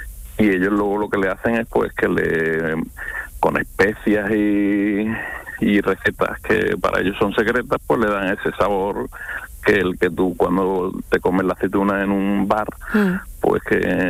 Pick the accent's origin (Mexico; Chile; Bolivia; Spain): Spain; Seville, Andalusia; Pues yo soy de Sevilla, nosotros de Sevilla.